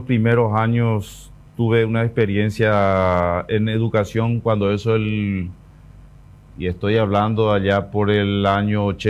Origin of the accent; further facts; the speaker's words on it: Quiquió, Paraguarí, Paraguay; moved away as an adult; also born or lived in Asunción; now in Chaco, Paraguay; yo soy de Quiquío, departamento de Paraguarí, y como suelo decir, me secuestraron para venir hacia acá.